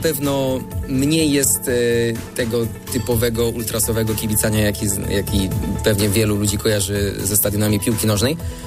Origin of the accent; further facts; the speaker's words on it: Wrocław, Lower Silesian Voivodeship, Poland; jestem z Wrocławia